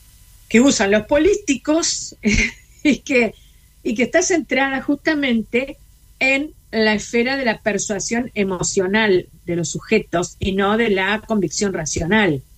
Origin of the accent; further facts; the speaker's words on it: Uruguay; Uruguay es un país del que vengo yo. Yo soy uruguaya.